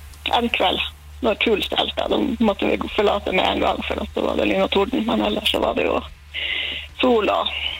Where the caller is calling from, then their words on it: Northern Norway, Norway; når jeg kommer fra Nord-Norge.